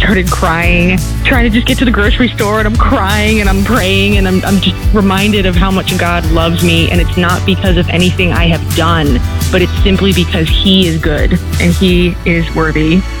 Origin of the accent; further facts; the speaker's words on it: Milton, United States; from Milton.